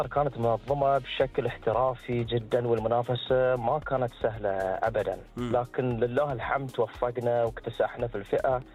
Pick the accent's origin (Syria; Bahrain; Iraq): Bahrain; فينا كبحرينيين